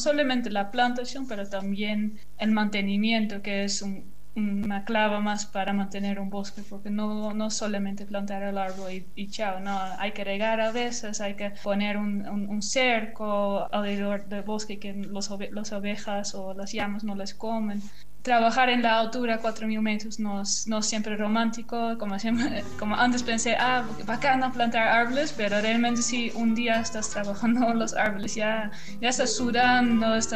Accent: Netherlands; now in Peru; como vengo de Holanda

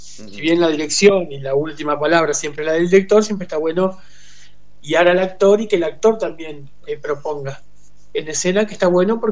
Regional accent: La Plata, Buenos Aires Province, Argentina; soy de La Plata

